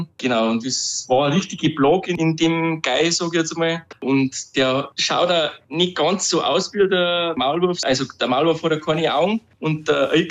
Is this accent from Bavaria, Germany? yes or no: yes; Schechen, Bavaria, Germany; Und wie gesagt, ich spiele die Tuba und bin aus Schächen, Landkreis Rosenheim.